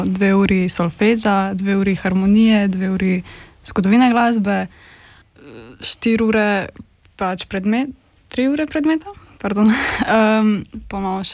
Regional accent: Velenje, Savinja, Slovenia; pa prihajam iz Velenja, igram obo že 10 let.

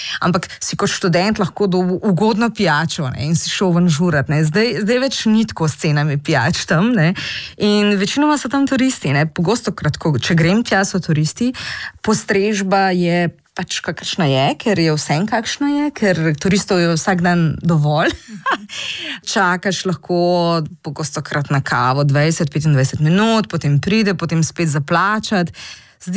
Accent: Ljubljana, Central Slovenia, Slovenia; jaz to občutim kot Ljubljančanka

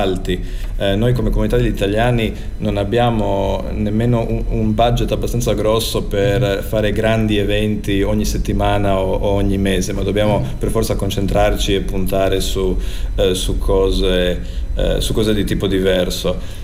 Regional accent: Rijeka, Primorje-Gorski Kotar County, Croatia; accent: Fiuman dialect; Il nostro dialetto, il nostro fiumano, che qui è un mix molto particolare di di lingua italiana e di lingua croata.

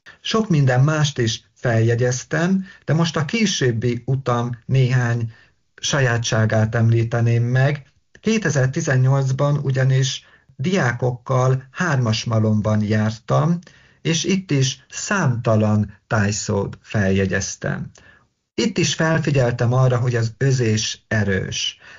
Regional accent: Zakarpattia Oblast, Ukraine; ezt ugye Ungvár környékén pocshalnak nevezik, Zsitkócon ebirocának. A létra, amire felmásztunk, szülőföldemen láptó.

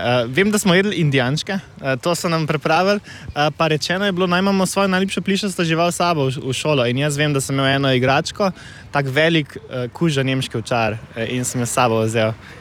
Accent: Ljubljana, Central Slovenia, Slovenia; Jaz sem se pa 2 meseca nazaj prvič odselil od doma. Sem iz Ljubljane, pa nikoli nisem imel te izkušnje, da bi šel v študentski dom ali pa da bi šel v drugo mesto študirati

